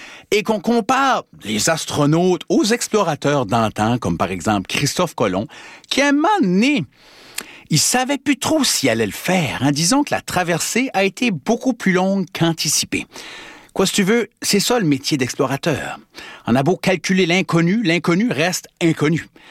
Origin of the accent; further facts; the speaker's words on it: Acadia, Canada; moi, je suis acadien.